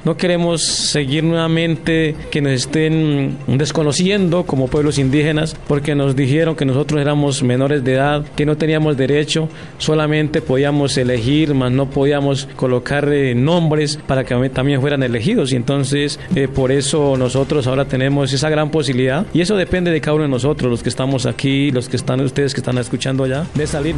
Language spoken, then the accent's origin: Spanish; Colombia; nosotros también somos colombianos, nosotros también tenemos derechos y también tenemos oportunidades